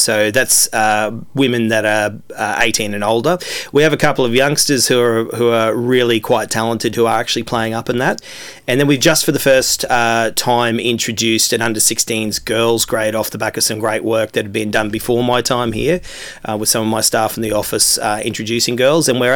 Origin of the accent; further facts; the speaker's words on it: Biloela, Queensland, Australia; moved away as an adult; also born or lived in Brisbane; Growing up in central Queensland, we didn't have any rugby union in my town to play.